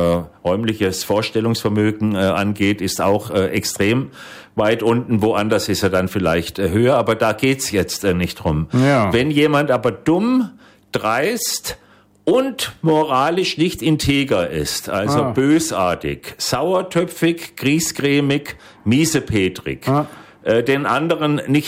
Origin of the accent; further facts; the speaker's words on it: Bödigheim, Baden-Württemberg, Germany; In meinem Heimatdorf Bödigheim im badischen Odenwald gab es einen Herrn